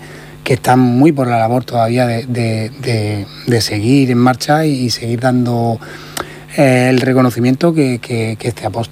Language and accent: Spanish; Region of Murcia, Spain